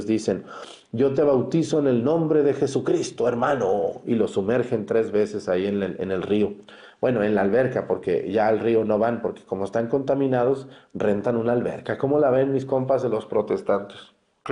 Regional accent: Mexticacán, Jalisco, Mexico; moved away; En mi pueblo, allá en Mestigacán

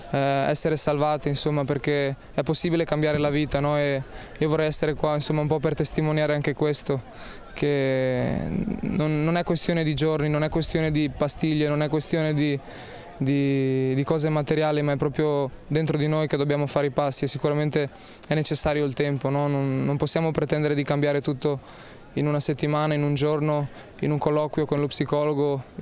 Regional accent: Padua, Veneto, Italy; ho 21 anni, vengo da Padova

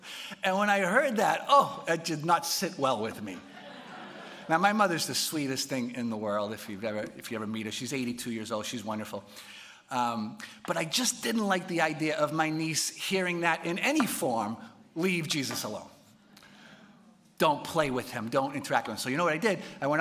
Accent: Boston, Massachusetts, United States; moved away as an adult; also born or lived in Rome; I'm from Boston. I have my mom's there. My brother's there.

